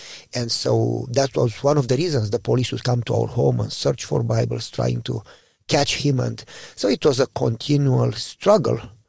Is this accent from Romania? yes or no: yes; Romania; English is a second language; moved away; Originally from Romania. You know, all good people come from Romania.